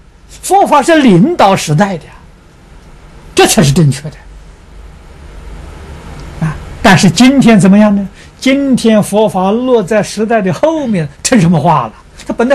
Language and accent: Chinese; China; 我们中国人俗话讲快刀斩乱麻啊，是这个意思啊。